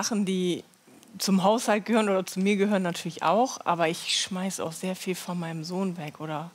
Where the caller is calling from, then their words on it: Bremerhaven, Bremen, Germany; bei uns in Bremerhaven. Und der Fischereihafen ist für mich Heimat.